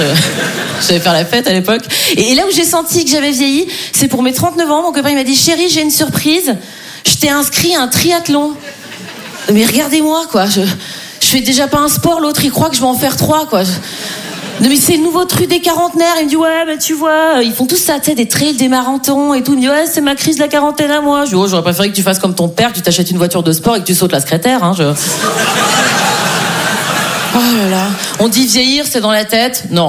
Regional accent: Switzerland; pour moi, c'est un effort énorme de dire 90 parce que je suis suisse.

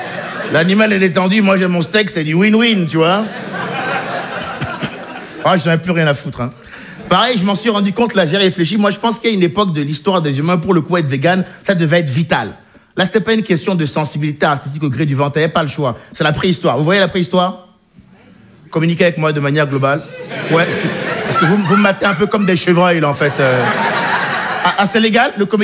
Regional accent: Benin; born or raised there

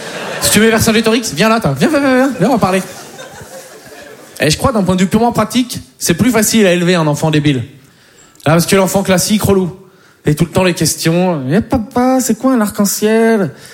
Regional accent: Poitiers, Nouvelle-Aquitaine, France

